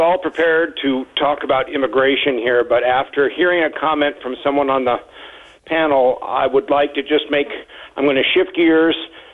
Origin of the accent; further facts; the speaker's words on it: Reno, Nevada, United States; moved away as an adult; As someone who is born and raised in Reno and works for the state and got transferred down here